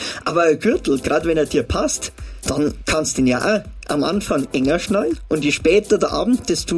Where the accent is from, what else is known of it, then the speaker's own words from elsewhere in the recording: Munich, Bavaria, Germany; Hier, aus Minga.